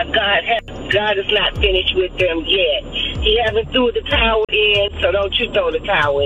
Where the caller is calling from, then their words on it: Atlanta, Georgia, United States; I'm calling from Atlanta, Georgia.